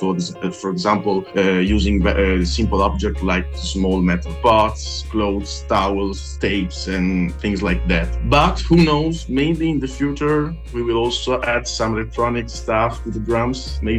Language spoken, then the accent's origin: English; Modena, Emilia-Romagna, Italy; English is a second language; now in Verona, Italy; we are from Modena. That it's like 1 hour away from Verona, but it's quite close to Verona, yeah. And we are both from Modena, yeah. We met in Modena.